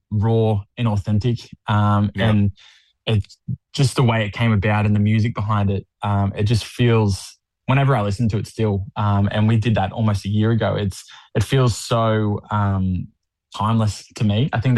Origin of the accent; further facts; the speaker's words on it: Cronulla, New South Wales, Australia; moved away; also born or lived in Gymea; I grew up in Cronulla